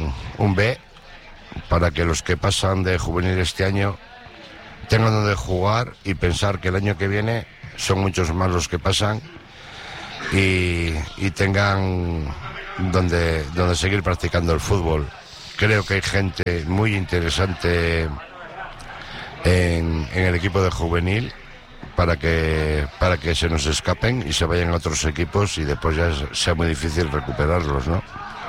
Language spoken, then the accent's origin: Spanish; Abionzo, Cantabria, Spain; Soy de Abionzo, ascendencia pasiega.